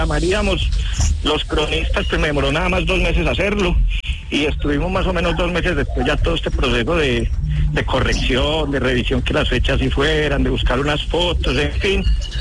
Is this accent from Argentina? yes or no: no; Antioquia, Colombia; yo como medio entre charlando en serio, como somos los paisas